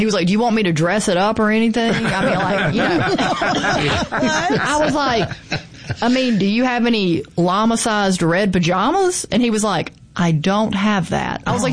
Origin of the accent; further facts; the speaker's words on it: the Delta, Mississippi, United States; growing up in the Delta